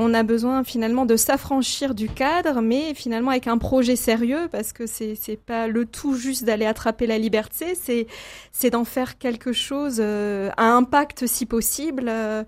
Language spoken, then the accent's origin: French; Strasbourg, Grand Est, France; born there; moved away as an adult; also born or lived in Luxembourg; je suis née à Strasbourg, donc la proximité de l'Allemagne, des stages effectués là-bas, 10 ans passés au Luxembourg